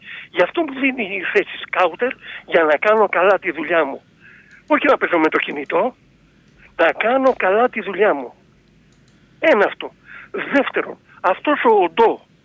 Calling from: Attica, Greece; Καλησπέρα … από τα Βόρεια Προάστια.

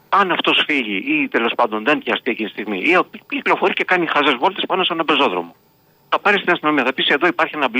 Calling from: Kallithea, Nea Smyrni, Attica, Greece; Εγώ δηλαδή στα μέρη μας, Καλυθέα, Νέας Μήνη, Νότια Προάστη

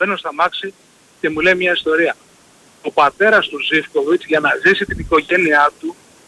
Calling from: Anavyssos, Attica, Greece

